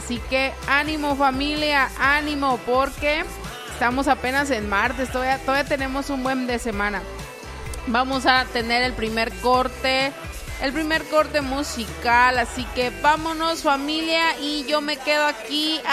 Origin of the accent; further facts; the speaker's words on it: Ciudad Valles, San Luis Potosí, Mexico; born there; Yo soy de marzo y aparte nací en Ciudad Valles, así que yo amo el calor